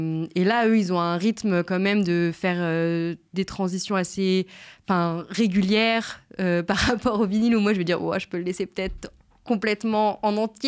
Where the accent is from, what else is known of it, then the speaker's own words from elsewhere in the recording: Pays de la Loire, France; moved away as an adult; now in Clermont-Ferrand, France; je viens d'à côté de Nantes, j'ai grandi là-bas.